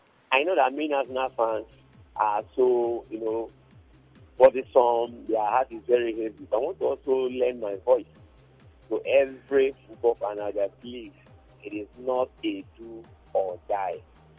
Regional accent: Port Harcourt, Rivers, Nigeria; so I grew up in Diobu.

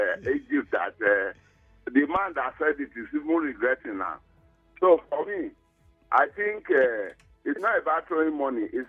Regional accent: Benin City, Edo, Nigeria; when I was growing up in Benin

